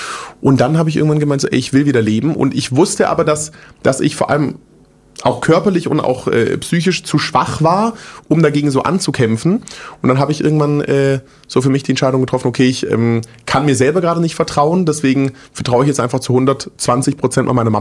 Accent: Großbottwar, Baden-Württemberg, Germany; also born or lived in Stuttgart / Frankfurt; Ich bin in Stuttgart geboren, bin in so einem Kaff aufgewachsen, das heißt Großbottwar. Also will ich da wohnen, was wohnen da 10, 15.000 Leute vielleicht. Bin da mit meiner Family groß geworden, bis ich 10 war.

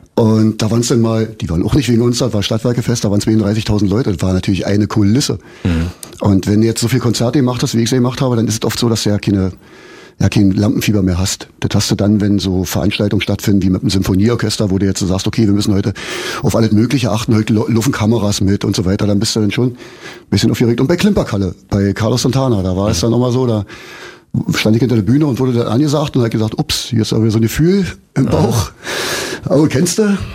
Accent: Brandenburg, Germany; Schon ein Grund mehr zu sagen, wir kommen aus Brandenburg.

